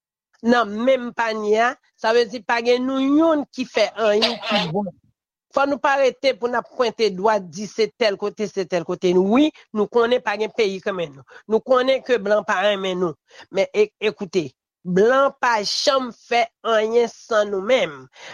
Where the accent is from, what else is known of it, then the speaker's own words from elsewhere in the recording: Haiti; Et moi même en tant que haïtien